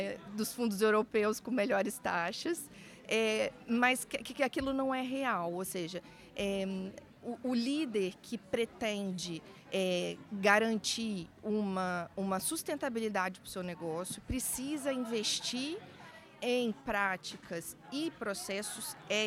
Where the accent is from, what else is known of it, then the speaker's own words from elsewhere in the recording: Brazil; now in Portugal; do Brasil, de onde eu venho